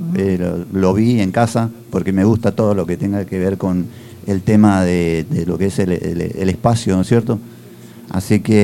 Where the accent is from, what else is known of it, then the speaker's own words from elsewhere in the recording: Argentina; Yo soy argentino y nada más.